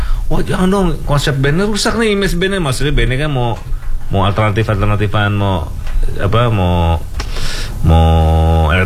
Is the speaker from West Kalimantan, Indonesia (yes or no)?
no; Jakarta, Indonesia; born there; Gue sih emang orang Jawa, bapak ibu gue Jawa. Jadi, ibu Solo, bapak Jember. Cuma gue lahir di Jakarta, jadi Betawi, jadi Betokawin.